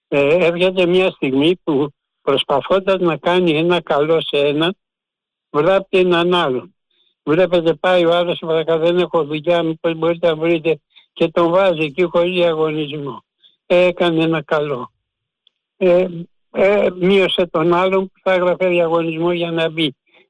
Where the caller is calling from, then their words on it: Kallithea, Attica, Greece; από την Καλλιθέα.